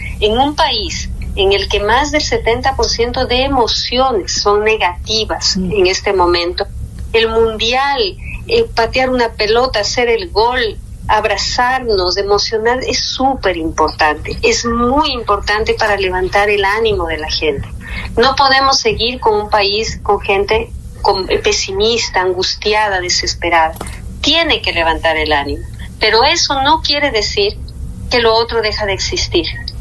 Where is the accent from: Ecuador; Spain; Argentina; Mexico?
Ecuador; nos unen como ecuatorianos